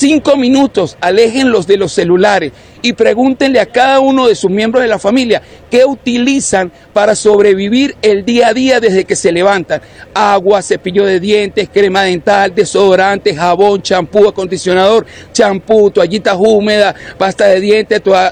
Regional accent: Venezuela; somos venezolanos de corazón

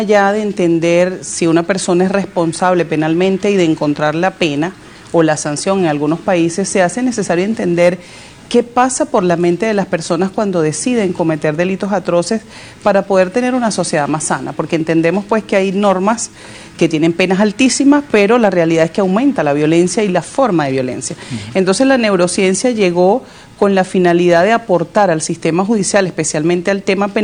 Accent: Venezuela

